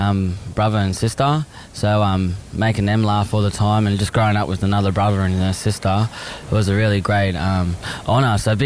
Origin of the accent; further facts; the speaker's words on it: Caboolture, Queensland, Australia; my hometown in Caboolture.